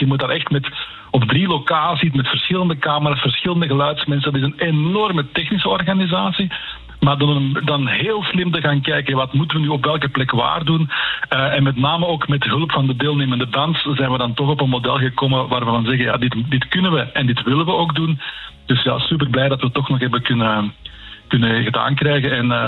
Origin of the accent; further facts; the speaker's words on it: Belgium; u hoort het, ik kom uit België.